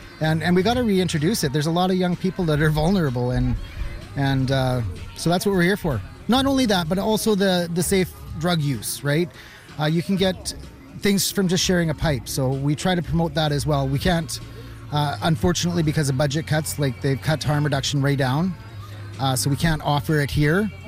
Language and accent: English; Saskatchewan, Canada; moved away; I'm from northern Saskatchewan. I haven't been there in 20 years.